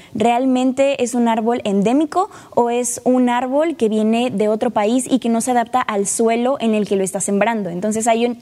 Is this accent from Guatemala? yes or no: no; Tantoyuca, Veracruz, Mexico; Wow, pues Tantoyuca, mi pueblo, es muy diferente a la ciudad.